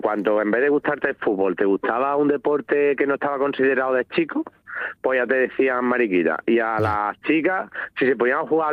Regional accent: Córdoba, Andalusia, Spain; accent: cordobés; Yo mi acento es cordobés, yo soy andaluz. Y yo vine hace como 5 años

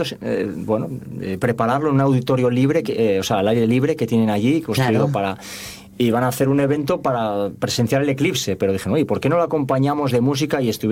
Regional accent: Carreño, Asturias, Spain; now in Avilés, Spain; Yo llevo muchos años afincado en Áviles, pero realmente soy de Carreño

